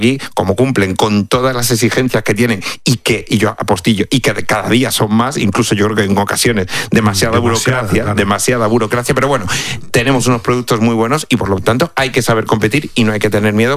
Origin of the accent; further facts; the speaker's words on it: Cáceres, Extremadura, Spain; Yo, por ejemplo, que que soy de Cáceres, que soy de Extremadura